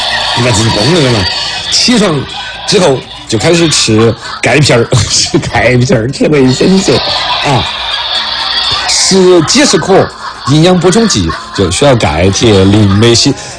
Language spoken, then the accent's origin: Chinese; China